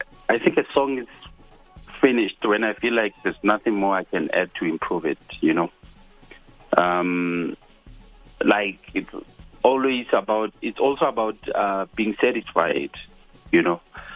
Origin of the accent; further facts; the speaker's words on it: Potchefstroom, North West, South Africa; born there; So I was born in Potchefstroom, the city in Northwest.